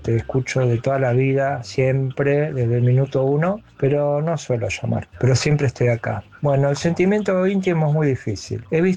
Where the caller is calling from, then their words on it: Buenos Aires, Argentina; Caballito.